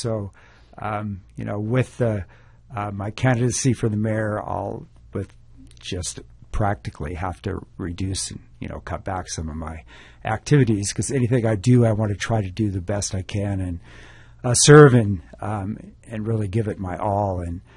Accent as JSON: {"language": "English", "town": "Roseburg", "region": "Oregon", "country": "United States", "tie": "born or raised there", "said": "I was born and raised in Roseburg and went through the public schools in Joe Lane and Roseburg High School. And then after college, I returned here"}